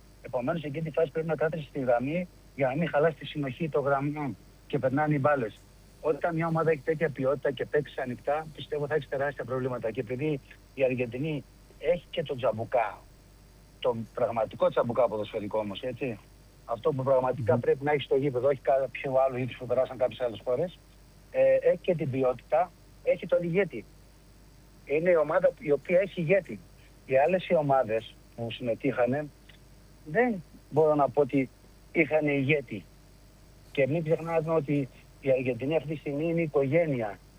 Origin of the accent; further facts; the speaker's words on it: Greece; για μας σαν Έλληνες